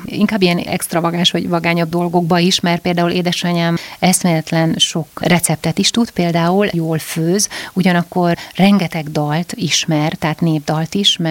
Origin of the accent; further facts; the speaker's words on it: Székely Land, Romania; now in Budapest, Hungary; én mesélek ugye az otthonomról, Székelyföldről